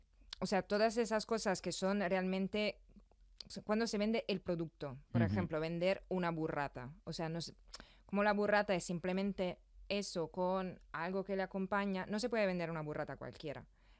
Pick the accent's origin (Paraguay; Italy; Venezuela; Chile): Italy; now in Madrid, Spain; somos italianos